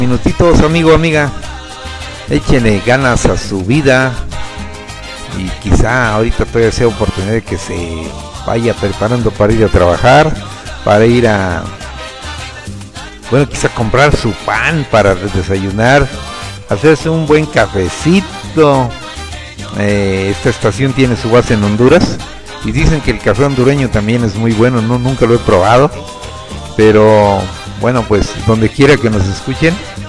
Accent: Mexico; soy mexicano

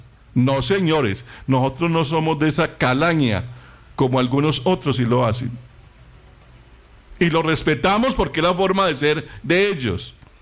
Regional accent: Antioquia, Colombia; now in Medellín, Colombia; los paisas, que tenemos un orgullo propio por cada cosa que hacemos.

